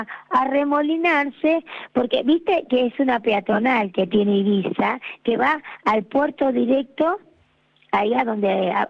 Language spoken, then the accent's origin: Spanish; Argentina; Y somos dos argentinas, mi jefa y yo la vendedora.